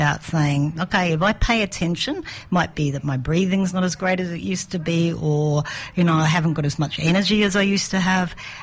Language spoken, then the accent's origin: English; Brisbane, Queensland, Australia; moved away as an adult; also born or lived in Canberra; I grew up in Brisbane.